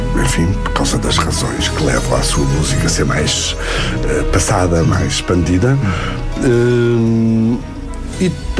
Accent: Alentejo, Portugal; Eu sou alentejano

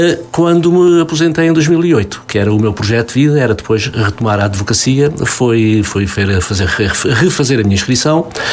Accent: Campo Maior, Alentejo, Portugal; also born or lived in Portalegre / Elvas / Lisbon; Depois em Campo Maior ficámos definitivamente e eu vivi a minha infância praticamente em Campo Maior e a minha juventude até ir para Lisboa estudar em 1971, até aos 17 anos.

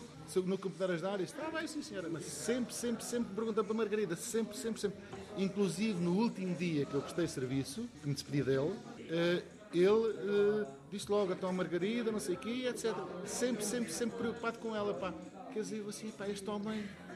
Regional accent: Valverde, Castelo Branco, Portugal; vamos para o Fundão, para a minha aldeia, que é Valverde, passar a Páscoa com a família e tal.

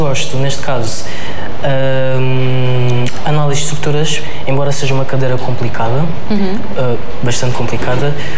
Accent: Lisbon, Portugal; sou de Lisboa e estudo no segundo ano da licenciatura de Engenharia Civil.

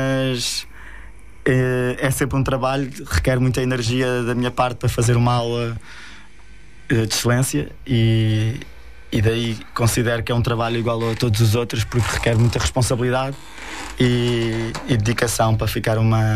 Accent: Ericeira, Lisbon, Portugal; Eu nasci aqui na Ericeira.

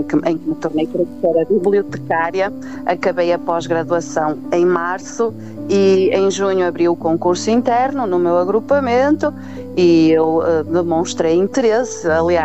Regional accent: Trás-os-Montes, Portugal; não escondo e faço questão de dizer que sou transmontana, sim.

